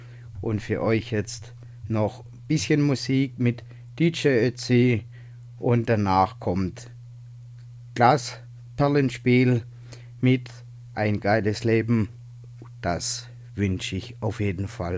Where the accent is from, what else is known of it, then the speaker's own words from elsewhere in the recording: Baden-Württemberg, Germany; ich komme aus dem Süden Deutschlands, aus dem schönen Baden-Württemberg. Man hört es vielleicht auch am Dialekt.